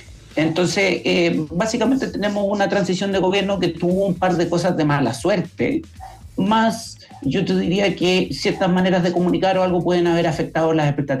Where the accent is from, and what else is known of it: Chile